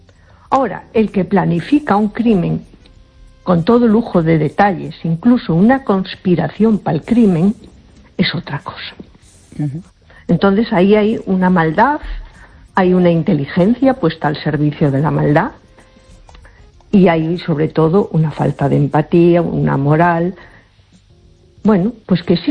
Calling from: A Coruña, Galicia, Spain; de Coruña.

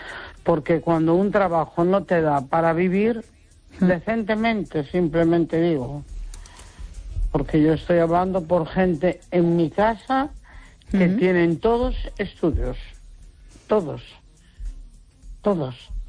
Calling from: Neda, Galicia, Spain

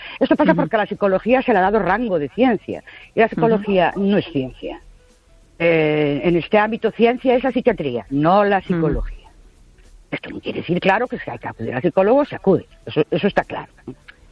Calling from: Ourense, Galicia, Spain; Buenas noches … de Orense.

